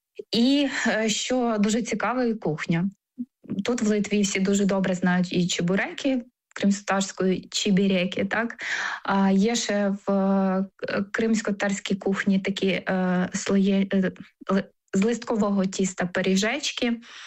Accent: Crimea, Ukraine; moved away as an adult; also born or lived in Ivano-Frankivsk / Volyn; now in Lithuania; люди дізнаються, що я кримська татарка

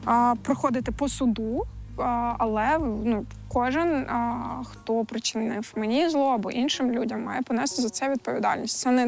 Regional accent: Crimea, Ukraine; А Гіркіну, який винен в смерті, по-перше, в окупації мого рідного Криму, окупації Донеччини, Луганщини, збитті Боїнга

